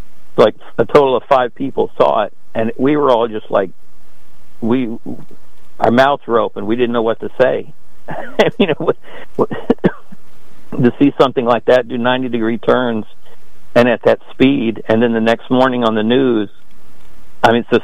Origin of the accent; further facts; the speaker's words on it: Washington, District of Columbia, United States; now in Tampa, United States; I grew up in Washington, D.C., so you really couldn't see shooting stars and stuff.